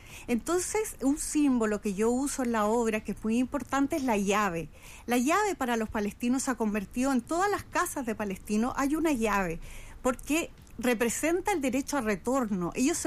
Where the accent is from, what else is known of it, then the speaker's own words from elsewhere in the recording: Chile; yo soy chilena.